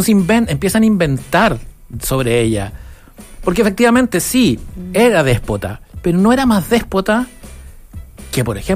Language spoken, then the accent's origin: Spanish; Victoria, Araucanía, Chile; Yo nací en el sur, en Victoria, y hasta... Nací el 74